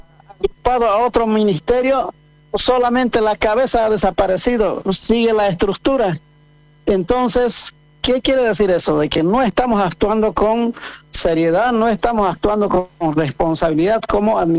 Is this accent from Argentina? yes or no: no; Bolivia; todos somos bolivianos, bolivianas